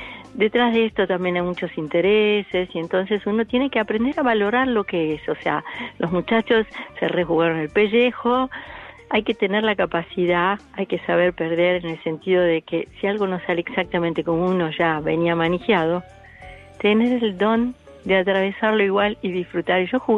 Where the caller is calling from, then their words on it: Buenos Aires, Argentina; Yo estoy acá en la Capi, casi te diría cerca de la radio